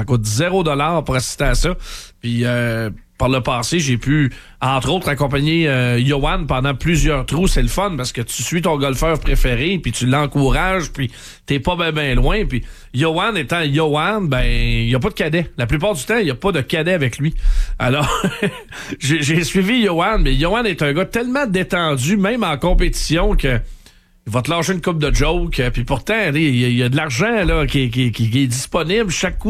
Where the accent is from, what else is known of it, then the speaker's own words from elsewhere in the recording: Victoriaville, Quebec, Canada; moved away; Je vais aller faire un petit tour dans mon patelin à Victo